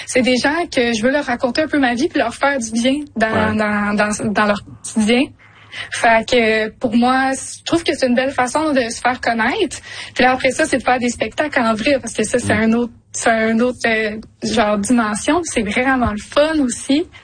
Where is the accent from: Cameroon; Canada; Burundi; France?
Canada; Quebec